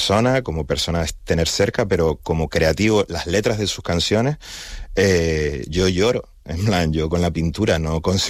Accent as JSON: {"language": "Spanish", "region": "Canary Islands", "country": "Spain", "tie": "born or raised there", "said": "dónde estoy yo en Canarias, dónde está Canarias para mí, quién soy yo como Canaria y cómo ese primer paisaje que vi cuando era niño me marcó de por vida"}